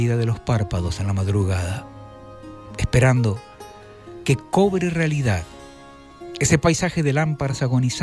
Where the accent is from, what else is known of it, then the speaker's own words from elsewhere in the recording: Argentina; Encima que soy argentino, se me suma y yo...